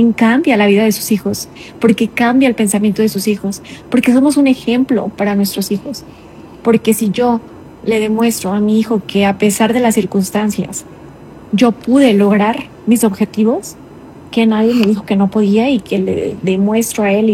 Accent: Mexico; y esto no por ofendernos a nosotros mismos como mexicanos, pero creo que es muy cultural de ir al médico cuando ya de plano tenemos la enfermedad avanzada.

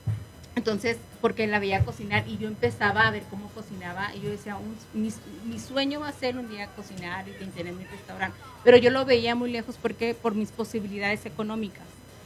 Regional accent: Ciudad Juárez, Chihuahua, Mexico; now in Denver, United States; Yo soy de Ciudad Juárez, Chihuahua, y pues mi sazón viene de allá.

